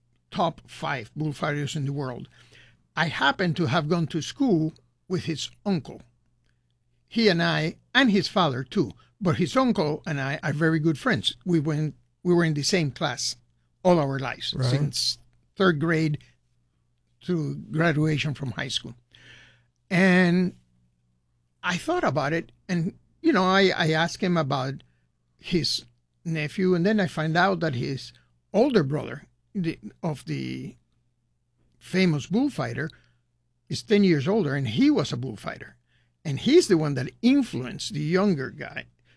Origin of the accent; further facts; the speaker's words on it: Peru; moved away; I grew up in Peru. Never been a big avid bullfighter, but I've been to bullfights. There's no way you can grow in Peru and not have seen one.